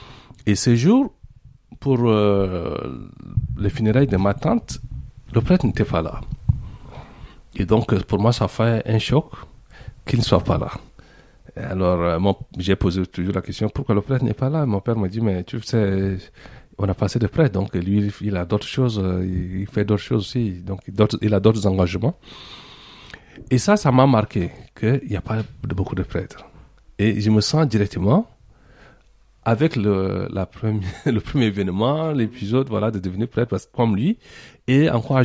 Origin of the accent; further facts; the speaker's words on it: Moundou, Logone Occidental, Chad; Et nous sommes une famille chrétienne dans le sud du Tchad, donc dans la ville de Mundu. Et donc c'est là où moi j'ai grandi.